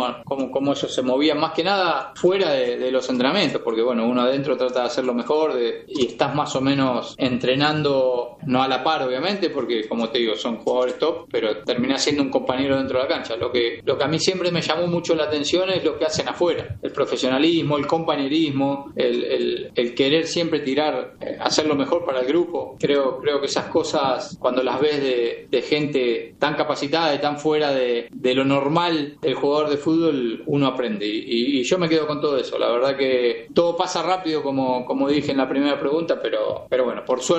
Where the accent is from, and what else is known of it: Argentina